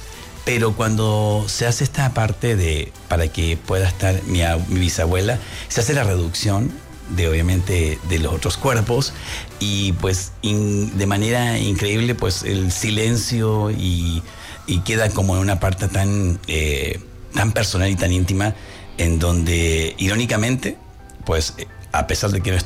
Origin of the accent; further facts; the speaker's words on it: Chile; now in Mexico; de mi país, desde Chile, que saben que soy el chileno más mexicano